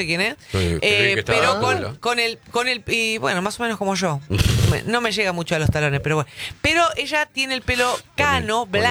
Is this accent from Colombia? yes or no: no; Argentina; Yo soy de Argentina igual, pero te agradezco.